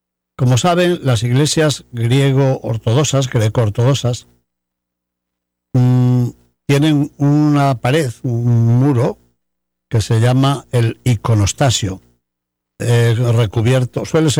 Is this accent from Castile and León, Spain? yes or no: yes; León, Castile and León, Spain; fui con varios sacerdotes de mi tierra, de León, conocidos míos y amigos míos.